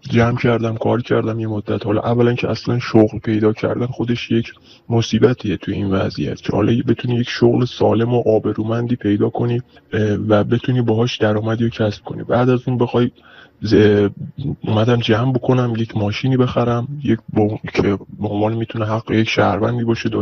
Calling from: Iran; من که یک جوان ایرانی هستم و تقریبا 30 سالم هستش

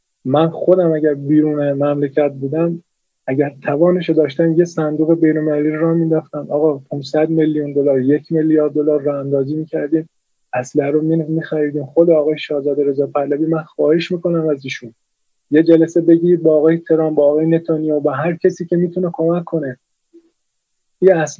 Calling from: Iran; من 38-39 سال 40 ساله دارم وسط این مملکت زندگی میکنم

